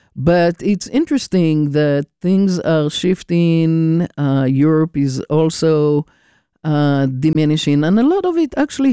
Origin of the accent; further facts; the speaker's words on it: Israel; you probably know that I was born and raised in Israel